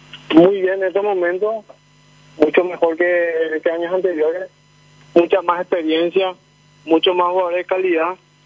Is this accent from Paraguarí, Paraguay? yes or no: yes; Paraguarí, Paraguay; De la ciudad mismo. El centro mismo.